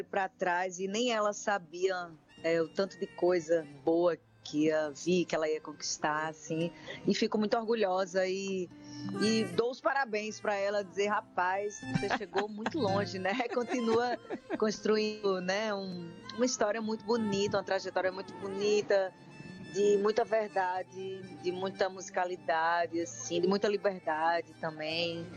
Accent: João Pessoa, Paraíba, Brazil; Era um sonho que eu tinha de gravar um trabalho solo na minha terra. É o primeiro DVD da minha carreira solo, então tinha que ser em João Pessoa, perto dos meus, perto da minha família

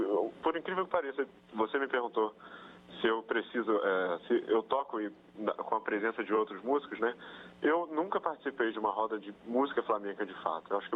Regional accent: São Gonçalo, Rio de Janeiro, Brazil; moved away as an adult; also born or lived in Niterói; now in Rio de Janeiro, Brazil; eu comecei a vir mais aqui para o Rio de Janeiro, né? Porque eu sou lá de São Gonçalo

